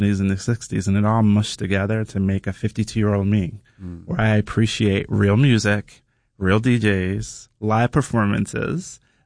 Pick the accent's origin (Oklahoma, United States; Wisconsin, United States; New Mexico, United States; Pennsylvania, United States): Pennsylvania, United States; Philadelphia; And for me growing up in Philly, that was what it was like in Philly.